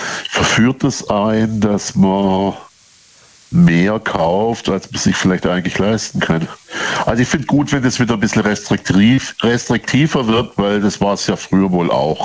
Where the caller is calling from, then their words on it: Rems-Murr district, Baden-Württemberg, Germany; So 40 Kilometer nördlich von Stuttgart